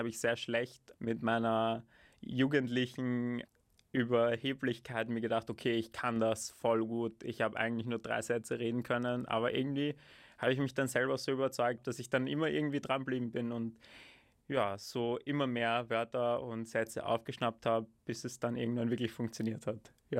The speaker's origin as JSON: {"language": "German", "region": "Vienna", "country": "Austria", "tie": "born or raised there", "moved": "as an adult", "lives_now": "Lund, Sweden", "said": "Ich werde dieses Jahr 26 Jahre alt. Also ich bin in Wien aufgewachsen, in Simmering draußen, an der Grenze zu Schwechat. Also schon eher ruhigere Gegend."}